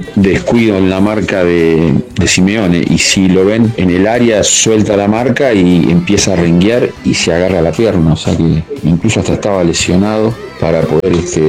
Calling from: Villa Ballester, Buenos Aires Province, Argentina; de Ballester.

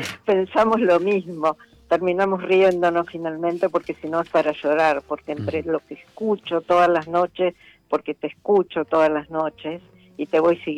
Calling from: Buenos Aires, Argentina; Soy de Belgrano, soy una señora de 81 años, vivo en un departamento chico

